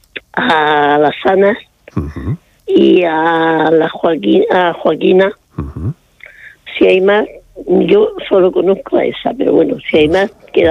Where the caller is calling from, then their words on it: Cartagena, Region of Murcia, Spain; soy de Cartagena.